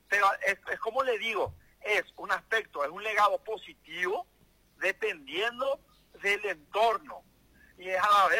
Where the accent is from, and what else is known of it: Paraguay